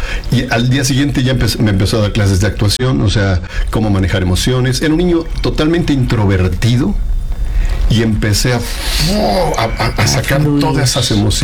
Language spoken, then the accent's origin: Spanish; Puebla, Mexico; vivimos en una vecindad en Puebla